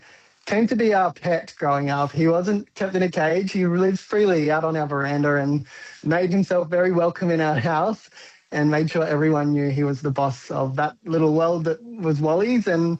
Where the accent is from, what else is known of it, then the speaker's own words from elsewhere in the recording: Katherine, Northern Territory, Australia; But those reflections, growing up in Catherine and finding my place, I think Catherine gave me a place to find my voice, which is really exciting.